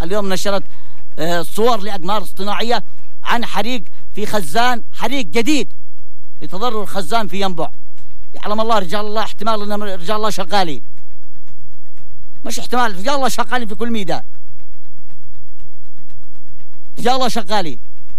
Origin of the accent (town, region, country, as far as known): Yemen